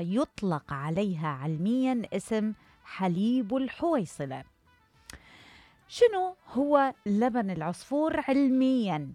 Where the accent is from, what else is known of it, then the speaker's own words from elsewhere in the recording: Iraq; أكو تعبيرات عندنا بالعراق